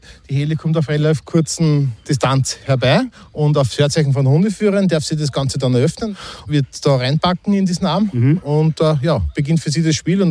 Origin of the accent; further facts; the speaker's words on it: Austria; als Österreicher